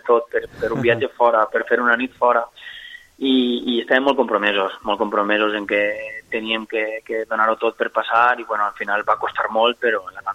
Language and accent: Catalan; Cullera, Valencian Community, Spain; jo evidentment conec molt el Tavernes perquè soc de Cullera i estic propet